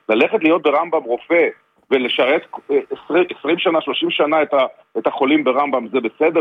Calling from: Haifa, Haifa District, Israel; אני מחיפה

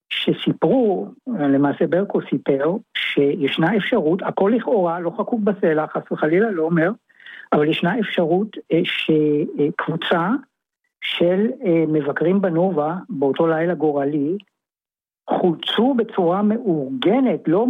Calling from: Herzliya, Tel Aviv District, Israel

